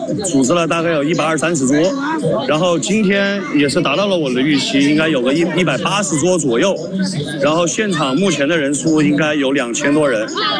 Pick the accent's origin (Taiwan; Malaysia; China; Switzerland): China; Yichang, Hubei; 我们也是想宣传我们的家乡嘛，因为这种露营灯展的活动相当漂亮，加上我们宜昌又是那种山水之城